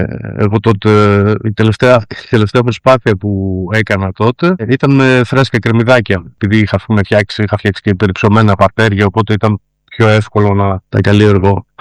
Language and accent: Greek; Trikala, Thessaly, Greece; Κάποια στιγμή είχα γνωρίσει, ας πούμε, στην πόλη μου, στα Τρίκαλα